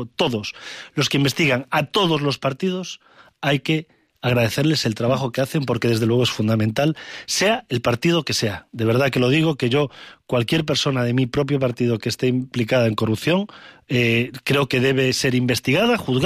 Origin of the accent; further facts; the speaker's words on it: Spain; a mí como español me avergüenza profundamente lo que estamos viendo